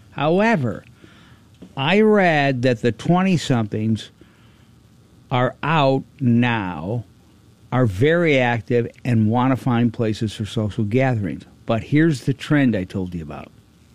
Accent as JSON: {"language": "English", "town": "Chicago", "region": "Illinois", "country": "United States", "tie": "born or raised there", "said": "Growing up in Chicago, longtime Chicago sports fan, trying to keep my enthusiasm tempered for the Cubs."}